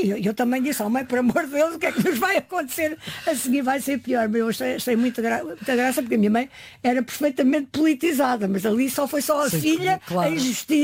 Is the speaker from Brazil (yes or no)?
no; Alentejo, Portugal; also born or lived in Estremoz / Mora / Castelo de Vide; Eu passei a maior parte da minha infância no Alentejo.